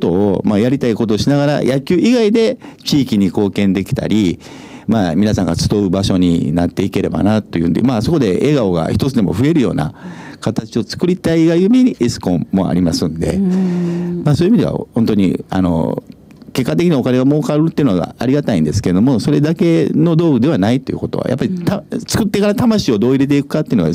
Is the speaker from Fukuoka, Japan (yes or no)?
no; Osaka, Japan; also born or lived in Tokyo; now in Hokkaido, Japan; 実は僕は大阪出身で、大阪20年、大阪40年ですね。で、東京20年住んだんですけども